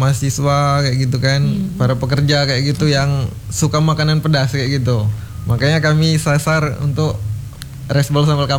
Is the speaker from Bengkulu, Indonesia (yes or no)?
yes; Bengkulu, Indonesia; moved away; Awalnya kami dari Bengkulu merantau ke sini kan. Merantau, awal nyampe ke sini memang rencana awalnya untuk jualan